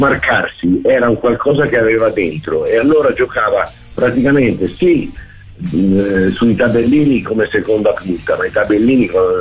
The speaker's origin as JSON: {"language": "Italian", "town": "Rome", "region": "Lazio", "country": "Italy", "tie": "born there", "said": "ecco, lui è un po' come me, io sono nato a Roma"}